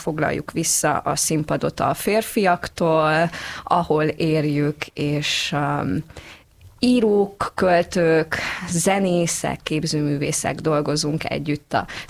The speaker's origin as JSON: {"language": "Hungarian", "region": "Transylvania", "country": "Romania", "said": "mivel erdélyi vagyok"}